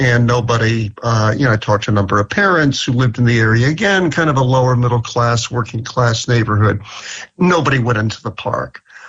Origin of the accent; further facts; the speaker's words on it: New York City, New York, United States; And I should say, you know, I grew up in New York City.